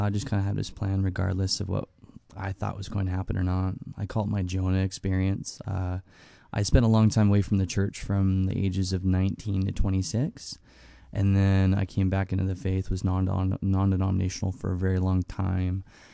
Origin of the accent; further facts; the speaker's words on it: Twin Falls, Idaho, United States; Yeah, so I was born and raised in the Magic Valley, Twin Falls, Idaho, Jerome, Hanson. And from about ages of, you know, being born to about seven, we were in the Southern Baptist Church.